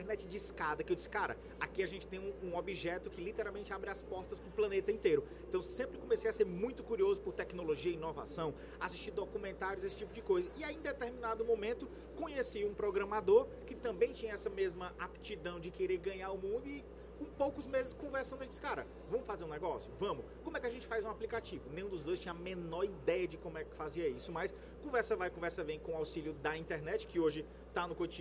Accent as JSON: {"language": "Portuguese", "region": "Ceará", "country": "Brazil", "said": "nós que somos do Ceará"}